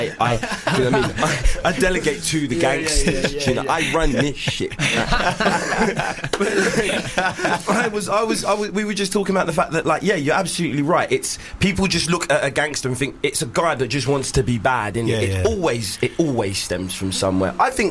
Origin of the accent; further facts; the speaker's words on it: London, United Kingdom; I was born and raised in Hackney. Probably one of the few people you meet that can actually say that.